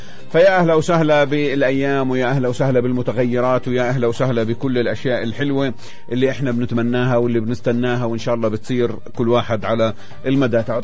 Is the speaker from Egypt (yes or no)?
no; Palestine; كفلسطينيين